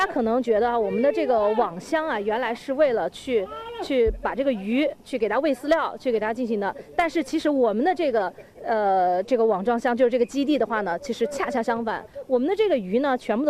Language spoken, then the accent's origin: Chinese; Taihu County, Anhui, China; 安徽省其实还有一个人才辈出的太湖县，那我就是我们太湖县人。